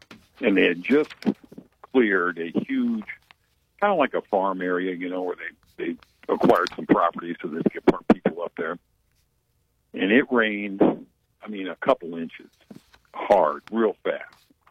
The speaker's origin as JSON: {"language": "English", "town": "Akron", "region": "Ohio", "country": "United States", "said": "I'm from Akron."}